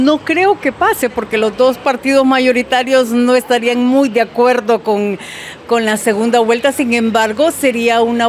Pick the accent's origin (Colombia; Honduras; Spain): Honduras; lo que nosotros queremos como pueblo hondureño son resultados.